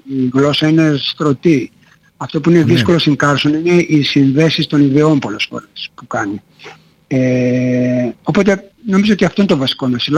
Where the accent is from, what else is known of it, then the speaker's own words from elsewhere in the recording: Greece; εμάς που είμαστε Έλληνες